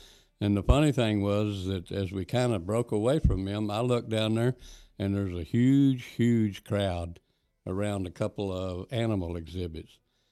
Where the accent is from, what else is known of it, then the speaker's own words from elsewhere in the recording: Lubbock, Texas, United States; no, I'm from Texas. And he said, no doubt your accent confirms that. Where are you from? Lubbock.